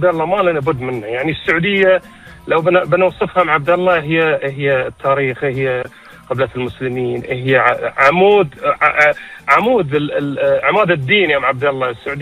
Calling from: Bahrain

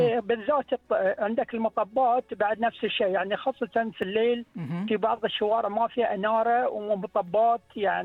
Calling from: Bahrain; وهذه بلدتي لازم أحافظ عليها.

